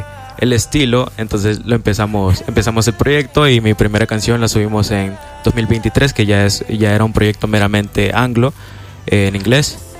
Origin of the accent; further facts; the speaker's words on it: El Salvador; tengo 26 años, me dedico a la música, también soy arquitecto, soy cantautor, escritor salvadoreño